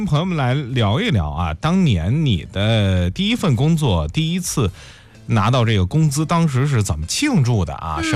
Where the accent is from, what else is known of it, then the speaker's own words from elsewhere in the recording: Shandong, China; 就是最多在咱们家乡周边转转，根本都没有远行的那种想法。